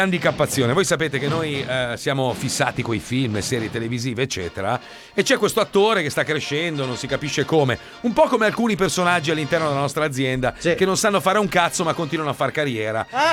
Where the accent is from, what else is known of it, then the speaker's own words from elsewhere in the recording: Montevecchia, Lombardy, Italy; born there; also born or lived in United States; Quando mi sono trasferito dall'America all'Italia da piccolo, mi ero comprato la moto a tre ruote, no? E abitavo a Montevecchia.